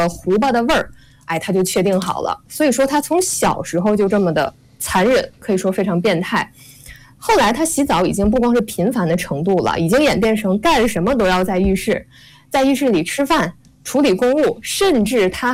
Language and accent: Chinese; Northeast China, China; 我作为一个东北人啊